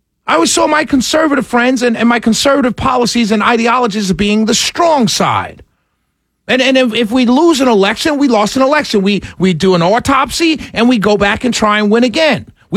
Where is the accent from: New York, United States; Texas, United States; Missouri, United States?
New York, United States; me being a New Yorker